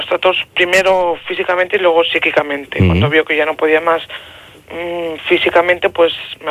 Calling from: Catalonia, Spain; Llamo desde San Quirsa.

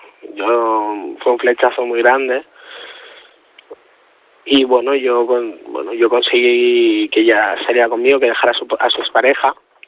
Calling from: Spain; Tengo 21 años. Y bueno, mi pareja tiene la misma edad. Mi pareja es de Perú. Yo soy de aquí, de España.

